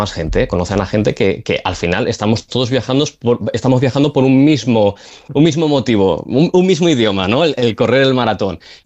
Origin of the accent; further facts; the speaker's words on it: Valencia, Valencian Community, Spain; bueno, nosotros somos de Valencia